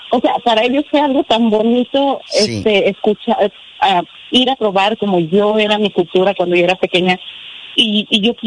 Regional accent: Durango, Mexico; haga de cuenta que mis hijos saben de México, porque yo soy de Durango y el papá de ellos es del DF.

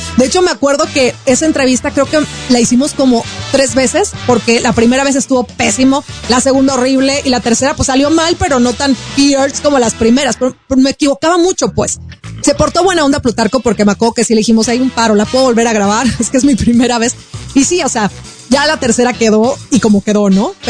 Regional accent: Mazatlán, Sinaloa, Mexico; moved away; yo vivía en Mazatlán … Mazatlán, de donde yo soy, de allá de Sinaloa

